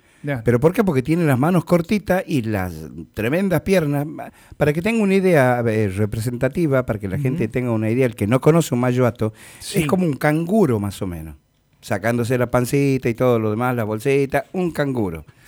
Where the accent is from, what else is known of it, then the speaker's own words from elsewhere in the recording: Argentina; Yo soy argentino.